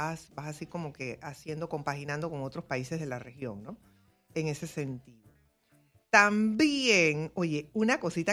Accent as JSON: {"language": "Spanish", "country": "Panama"}